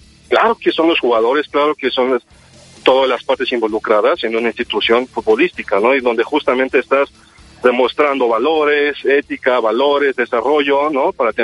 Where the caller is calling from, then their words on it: Xalapa, Veracruz, Mexico; se llamo de Jalapa.